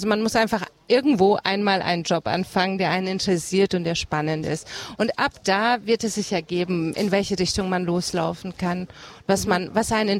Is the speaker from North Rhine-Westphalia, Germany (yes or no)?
no; Munich, Bavaria, Germany; Ich bin Ungarin, in Deutschland geboren und aufgewachsen, in München.